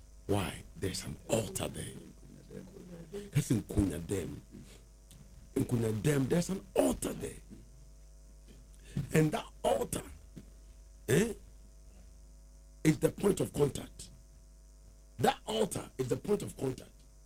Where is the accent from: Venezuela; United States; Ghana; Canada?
Ghana; Me, I come from Ainfi